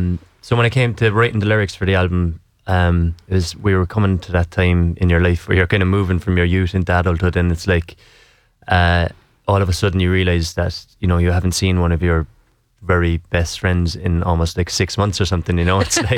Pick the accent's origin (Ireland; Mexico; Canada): Ireland; Cobh, Munster; it's very specific to Cove, where me and Peter live and grew up.